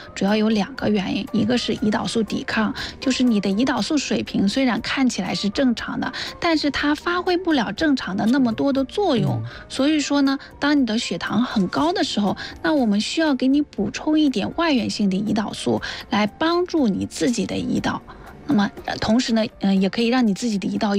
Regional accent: China; 就比较适合我们中国人的。

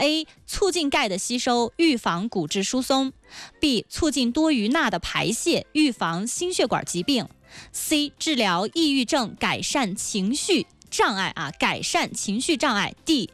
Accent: Qinghai, China; 但是看咱们青海人选青对不对啊。

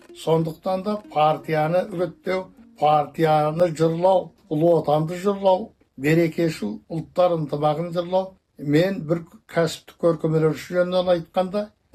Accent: Burqin County, Xinjiang, China; 1949 жылы 9 айдың 26 күні Бұрышын ауданы Долайт ауылдығындағы қарапайым малшы отбасында дүниеге келдім.

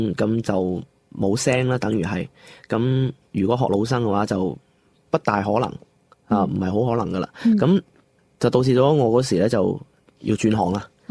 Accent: Guangzhou, Guangdong, China; first language Mandarin; Cantonese is a second language; 本身我屋企咧就系部队家庭嚟嘅，虽然我喺广州出世啦，但系我嘅第一语言可能都系普通话为主。

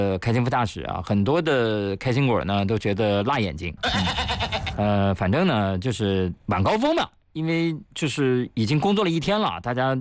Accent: Shanxi, China; now in Anhui, China; 正宗我老家的山西老陈醋

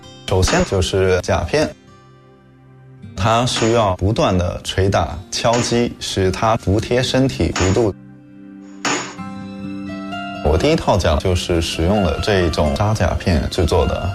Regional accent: Quanzhou, Fujian, China; 有一位朋友推荐我们泉州人曾公亮受皇帝命编缀出的中国古代第一部军事百科全书

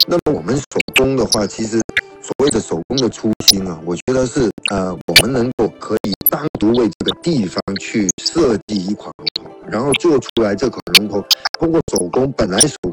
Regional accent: Guangdong, China; 其实我们广府人就是通过龙舟作为这个神灵的水上游行的一种行为

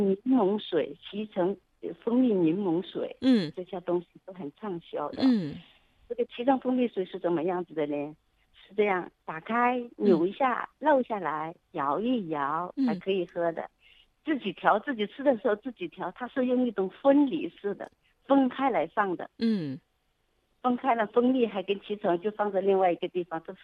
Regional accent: Hubei, China; 我都是在武当山长大的人哈，从小在那里，

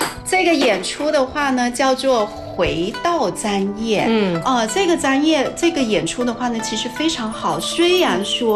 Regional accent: Lingnan, China; 因为大西北的这个风光啊，跟我们就是岭南的这风光是截然不同的

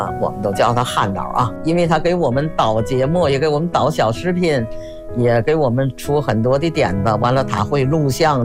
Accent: Tangshan, Hebei, China; 我们唐山人也挺骄傲啊，也挺骄傲，也挺自豪。

